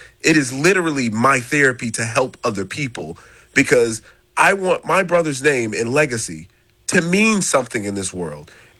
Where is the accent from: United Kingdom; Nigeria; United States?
United States; Chicago, Illinois; moved away; come to my hometown. I born and raised here. I went to Simeon High School.